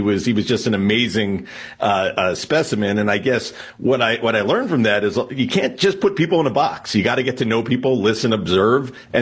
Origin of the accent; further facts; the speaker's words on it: Pennsylvania, United States; I'm from suburban Philadelphia, and I have one older sister.